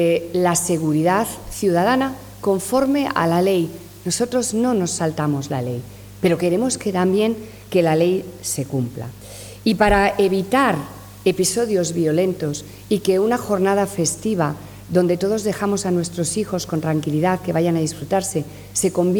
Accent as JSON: {"language": "Spanish", "town": "Valladolid", "region": "Castile and León", "country": "Spain", "said": "lo que somos los vallisoletanos, personas con responsabilidad y con gran civismo."}